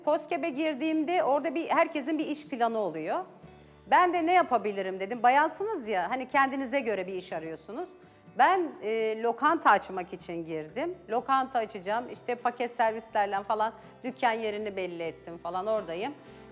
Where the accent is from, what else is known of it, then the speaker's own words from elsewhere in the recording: Kangal, Sivas, Turkey; Evliyim, iki çocuk annesiyim, Sivas Kangallıyım.